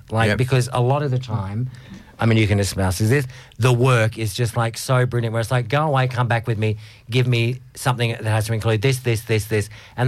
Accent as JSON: {"language": "English", "region": "Tasmania", "country": "Australia", "tie": "born or raised there", "said": "I grew up in Tasmania"}